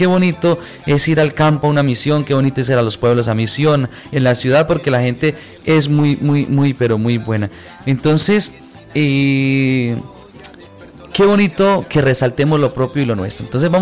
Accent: Norte de Santander, Colombia; also born or lived in Carmen de Nazaret; Las voces de los que nos sentimos nortesantanderianos, colombianos, de uno u otro municipio.

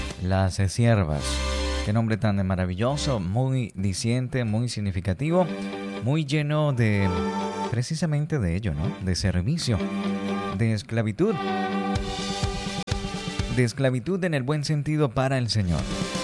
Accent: Colombia

